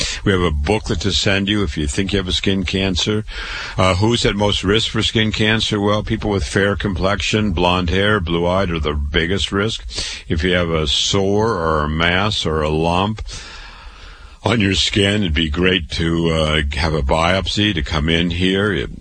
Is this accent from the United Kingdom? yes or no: no; Waterloo, Iowa, United States; I was born and raised in Waterloo, Iowa.